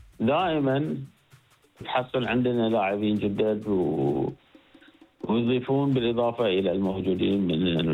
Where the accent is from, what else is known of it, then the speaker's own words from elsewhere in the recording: Bahrain; عندنا في البحرين